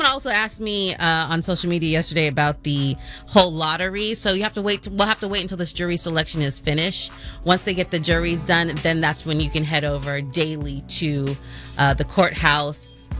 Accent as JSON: {"language": "English", "town": "Santa Maria", "region": "California", "country": "United States", "said": "This is a real story because you guys know I'm from Santa Maria."}